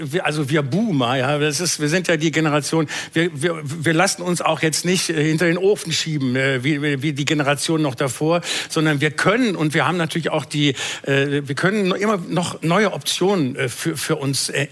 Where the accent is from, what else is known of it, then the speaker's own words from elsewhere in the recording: Bielefeld, North Rhine-Westphalia, Germany; ein Klassenkamerad von mir, der in Bielefeld in meiner Heimatstadt Bielefeld, einen kleinen nachhaltigen, oft und sehr viel prämierten Verlag hat